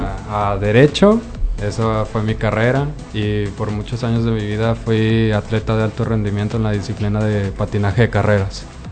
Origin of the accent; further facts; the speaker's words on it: Tepic, Nayarit, Mexico; Yo soy de aquí, de Tepic, Nayarit. Nací en el 98